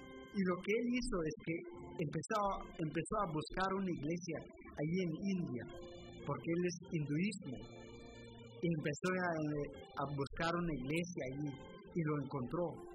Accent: Guatemala; now in United States; en mi país, en Guatemala

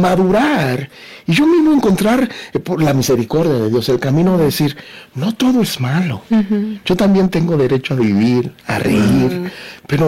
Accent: Dominican Republic; Y yo soy de una isla, yo soy dominicano. Y voy a la playa y nada, porque no nado.

